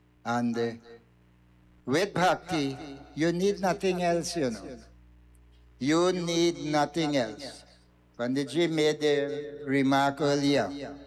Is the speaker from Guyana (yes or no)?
yes; Guyana; born there; moved away; I was born in Waterloo Road, Aruka. So I have a number of relatives here.